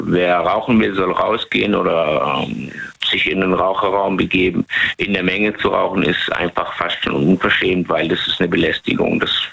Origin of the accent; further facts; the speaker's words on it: Lebanon; Ich komme auch aus dem Libanon, also da ist auch leider.